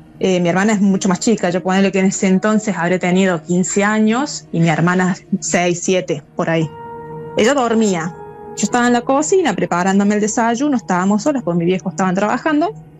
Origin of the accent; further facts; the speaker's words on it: Córdoba, Argentina; yo me crié en Córdoba, yo soy cordobesa, me crié en Córdoba.